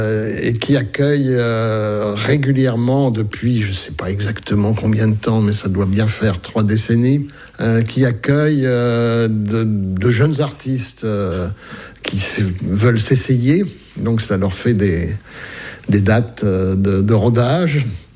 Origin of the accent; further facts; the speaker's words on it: Centre-Val de Loire, France; moved away as an adult; now in Lyon, France; j'ai 73 ans. Et je suis arrivé à Lyon venant du Berry. En 1966